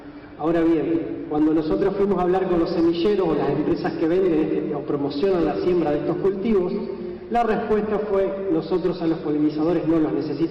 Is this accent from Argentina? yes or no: yes; Santa Fe, Argentina; vengo de la provincia de Santa Fe